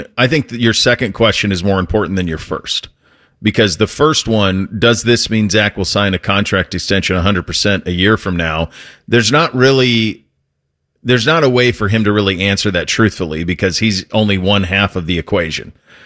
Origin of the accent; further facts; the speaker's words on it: New England, United States; started thinking of me growing up in Western New England, going all these small roads